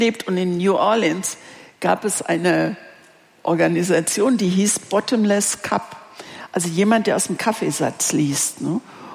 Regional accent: Greece; ich als Griechin zeige dir Dolmades.

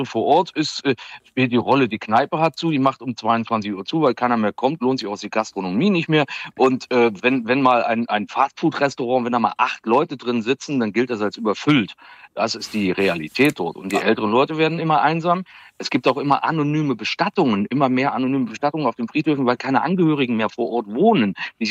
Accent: Sangerhausen, Saxony-Anhalt, Germany; also ich komme aus Sangerhausen, Mansfeld Südarzt, der älteste Landkreis der Bundesrepublik.

